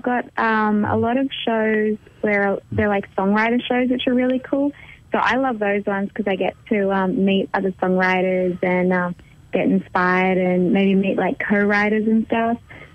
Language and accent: English; Sydney, New South Wales, Australia; moved away; I'm from Sydney. I'm from, like, a big city.